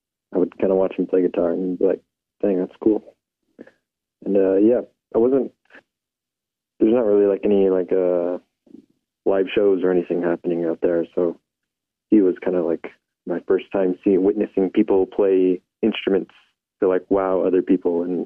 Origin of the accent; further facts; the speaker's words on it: Window Rock, Arizona, United States; I grew up in Window Rock, Arizona